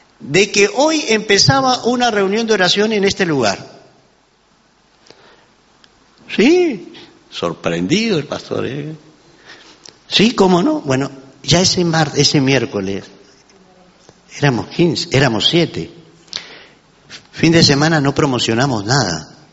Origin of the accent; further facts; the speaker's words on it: Cuba; pastor, yo soy cubano y yo soy pastor.